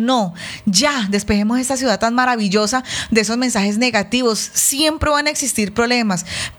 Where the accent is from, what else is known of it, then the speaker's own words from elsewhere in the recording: Cali, Valle del Cauca, Colombia; Es que es un orgullo vivir en Cali.